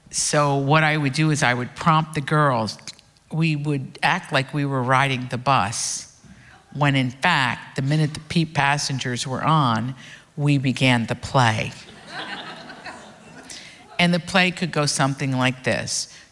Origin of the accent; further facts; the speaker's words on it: Appalachia, United States; I really believe in people. I'm from Appalachia. Even when people didn't like us, I found a way to like them, to communicate.